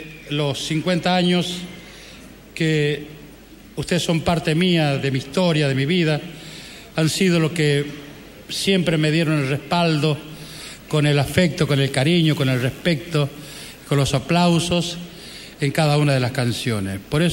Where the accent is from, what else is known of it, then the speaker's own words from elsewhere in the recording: Coronel Moldes, Salta, Argentina; moved away; en mi pueblo natal, en Coronel José de Moldes, que queda en la provincia de Salta.